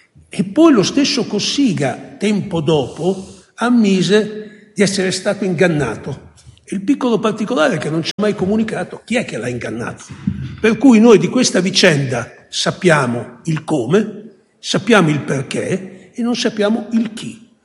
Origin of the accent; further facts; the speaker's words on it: Calabria, Italy; mi ha dato del bastardo, io sono calabrese, non posso tollerare questo epiteto.